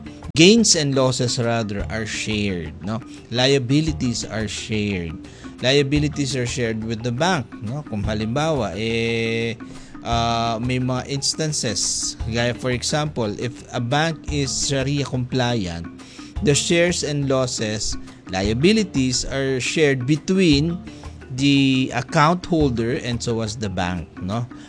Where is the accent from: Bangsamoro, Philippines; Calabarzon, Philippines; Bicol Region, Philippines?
Bangsamoro, Philippines; Marawi; sa amin sa Marawi, eh, isa talaga yan sa talagang damang-dama namin because we are the one who generates, or yung lake namin generates electricity that powers 75% of Mindanao